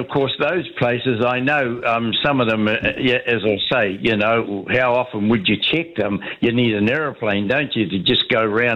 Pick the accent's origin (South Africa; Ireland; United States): Ireland; I know, Jim, I'm Irish, but I tell you, it took me a while to understand that.